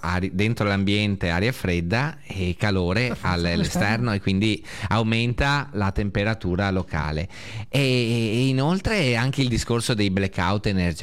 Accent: Veneto, Italy; quest'anno siamo noi il Veneto

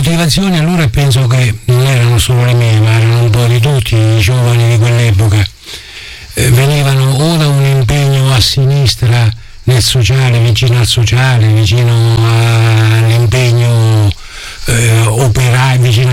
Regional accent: Montelupone, Marche, Italy

